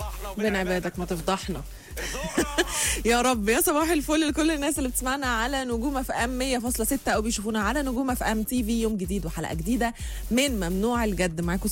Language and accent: Arabic; Egypt; احنا كلنا مصريين